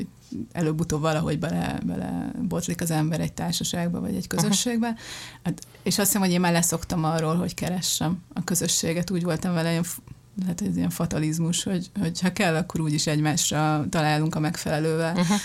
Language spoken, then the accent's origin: Hungarian; Hungary; moved away as an adult; also born or lived in Paris, France; együtt kell lennünk, mert magyarok vagyunk.